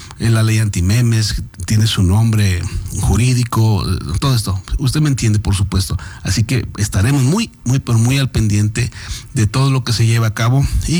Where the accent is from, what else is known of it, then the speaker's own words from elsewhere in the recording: Mexico; nosotros como mexicanos